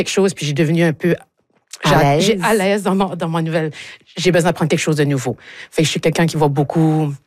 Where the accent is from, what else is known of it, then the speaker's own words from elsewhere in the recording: Shippagan, New Brunswick, Canada; moved away as an adult; now in Moncton, Canada; Moi, je suis originaire de Chipagan.